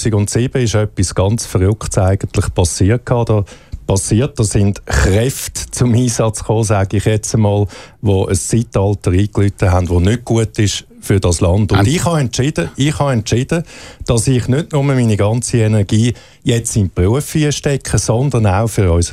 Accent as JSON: {"language": "German", "region": "Aargau", "country": "Switzerland", "tie": "born or raised there", "said": "Nein, ich bin im Frichtal aufgewachsen, aber mein Bürgerort ist Zürich."}